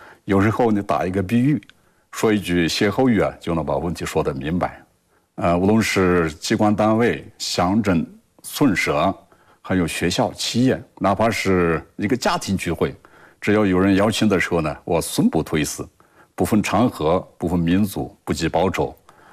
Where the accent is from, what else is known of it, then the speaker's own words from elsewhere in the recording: Xunhua, Qinghai, China; 我生在循化，长在循化